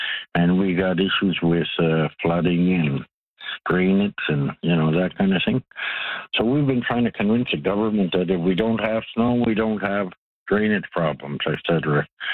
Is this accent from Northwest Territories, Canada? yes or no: yes; Cape Parry, Northwest Territories, Canada; born there; now in Paulatuk, Canada; I was born in Cape Perry